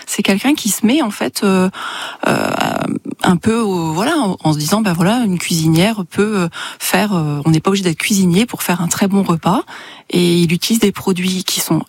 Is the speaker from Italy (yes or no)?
no; Saint-Avold, Grand Est, France; moved away; also born or lived in Nancy; je suis de Saint-Avold.